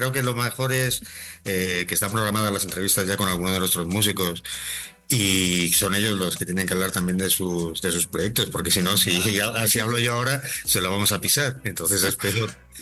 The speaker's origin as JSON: {"language": "Spanish", "town": "Gijón", "region": "Asturias", "country": "Spain", "moved": "as an adult", "said": "Del norte, de Gijón."}